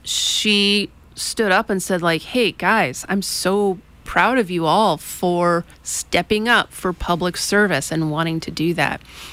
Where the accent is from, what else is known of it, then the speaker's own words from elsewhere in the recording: Kauai, Hawaii, United States; whereas like I was born and raised on Kauai and I care.